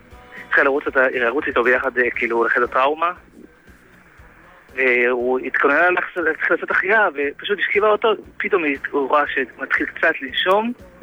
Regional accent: Jerusalem, Jerusalem District, Israel; אני ירושלמי מקור, כן.

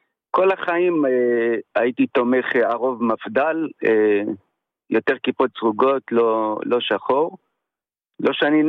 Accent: Ashkelon, Southern District, Israel; מאוד מעריך אותך, מאוד אוהב אותך, אני מאשקלון.

